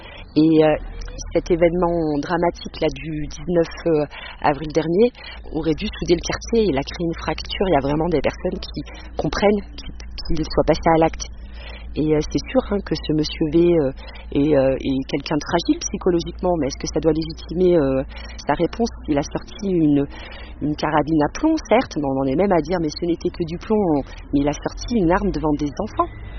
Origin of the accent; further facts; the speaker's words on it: Espaly-Saint-Marcel, Auvergne-Rhône-Alpes, France; now in Le Puy-en-Velay, France; J'ai grandi à Espalier-Saint-Marcel. J'habite maintenant le Puy.